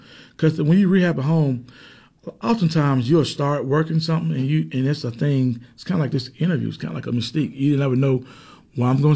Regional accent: Anson, Alabama, United States; born and raised, like myself, born and raised in Anson, Alabama, who can do the job.

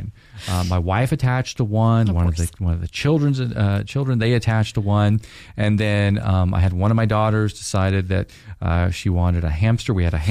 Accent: Louisiana, United States; I'll always remember Bacchus because I'm from Louisiana and crew of Bacchus.

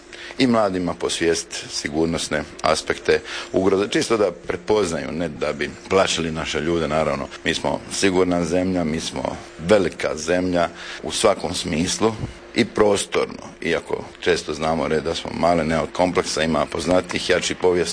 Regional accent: Imotski, Split-Dalmatia County, Croatia; u Imotskom, mom rodnom gradu. To mi je bila privilegija što sam rođen tu

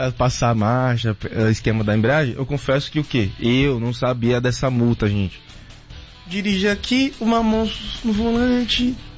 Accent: Brazil; Eu quero dizer isso, eu como um bom brasileiro, estarei secando

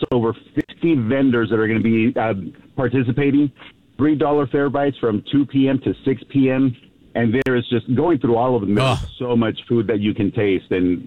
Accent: Los Angeles, California, United States; I grew up in Los Angeles

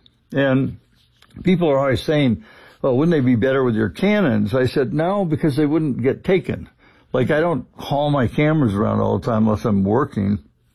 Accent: Roseburg, Oregon, United States; moved away; I come from Roseburg, Oregon. That's a small lumber town in southern Oregon.

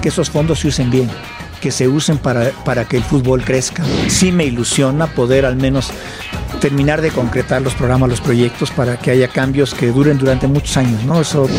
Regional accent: Mexico; also born or lived in United States; Yo nací en Estados Unidos, padre mexicano, madre americana. Nos venimos al año. Realmente yo crecí en México, ¿no?

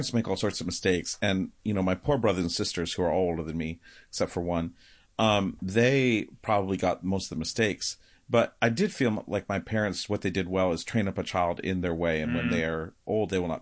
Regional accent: Michigan, United States; Yeah, so I'm from, if you're on the radio, you can't see me, but I'm holding up my hand as a true Michigander because this is how we use body parts for directions.

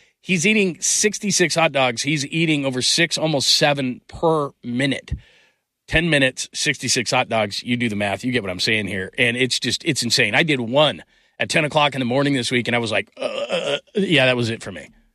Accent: California, United States; now in Phoenix, United States; Joey's from the Bay Area. I'm from the Bay Area. Worked at KBR in the Bay Area for years and years and years.

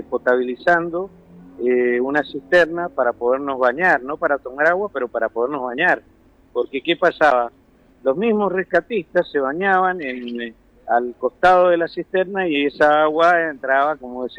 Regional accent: Mendoza, Argentina; now in Newark, United States; yo soy mendocino y he estado en Nueva York, viviendo en Newark.

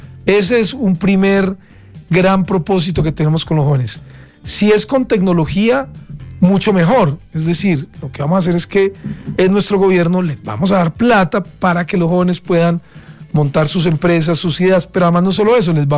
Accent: Riosucio, Caldas, Colombia; yo no soy de Bogotá, yo soy de un pueblo que se llama Risucio Caldas y soy caldense, es decir, yo soy de provincia.

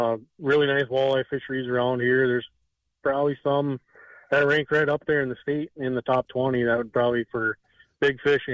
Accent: Minnesota, United States; now in Alexandria, United States; And growing up on Sauk Lake there, we bass fishing was more of our thing. And moving to Alec, I was still a bass fisherman

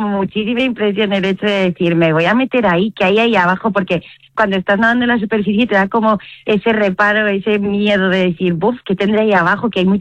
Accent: Madrid, Community of Madrid, Spain

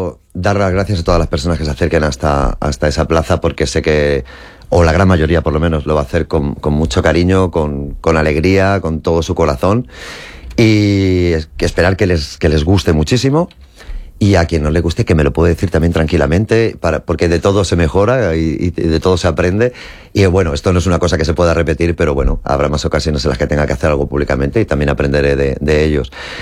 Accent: Elda, Valencian Community, Spain; born there; moved away as an adult; also born or lived in Madrid; nací en Elda, mi profesión nació en Elda

